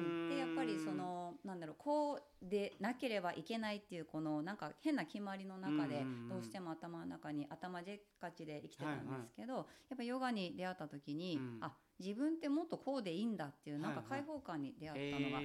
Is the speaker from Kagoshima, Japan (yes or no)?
no; Sendai, Miyagi, Japan; 出身はもう仙台の大学。